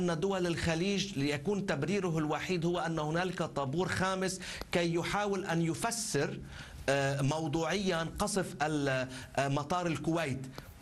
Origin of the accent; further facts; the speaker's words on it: Lebanon; وأتحدث كلبناني أنا هنا